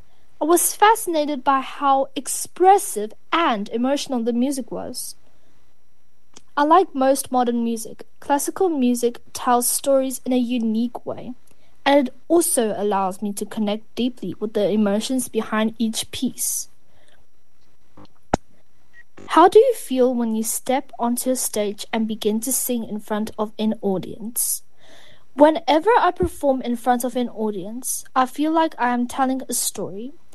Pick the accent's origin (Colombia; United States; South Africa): South Africa; I was born and raised in South Africa